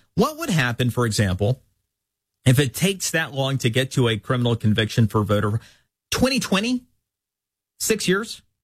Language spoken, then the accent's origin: English; Florida, United States